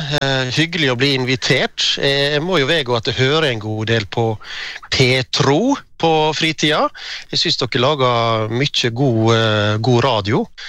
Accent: Ålesund, Møre og Romsdal, Norway; Jeg vokste opp på Åse, en drabantby i Ålesund kommune.

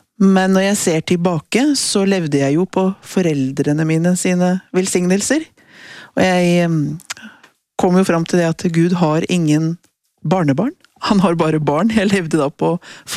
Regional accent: Oslo, Norway; Jeg er oppvokst i Oslo, ble født i 66, og på Tveita i Oslo, på østkanten i Oslo. I et hjem med kristne foreldre, så troen på Gud var veldig naturlig for meg, den kom inn med morsmelka.

